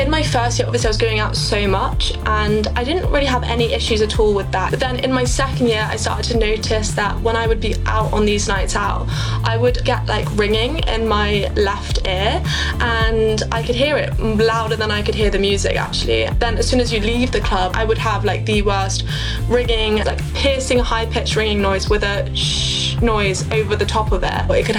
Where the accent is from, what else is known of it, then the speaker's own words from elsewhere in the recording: South East England, United Kingdom; also born or lived in Newcastle; I'm 21 and I'm from Berkshire and I just recently graduated from Newcastle Uni.